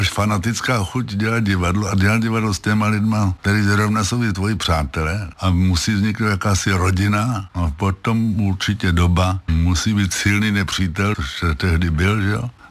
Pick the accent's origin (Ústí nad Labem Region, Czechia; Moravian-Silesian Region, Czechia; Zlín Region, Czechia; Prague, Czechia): Zlín Region, Czechia; Vizovice; born there; moved away; Narodil jsem se ve Vizovicích. Kdybych se narodil v Praze nebo Paříži, byla by pro mě Praha či Paříž Vizovicemi.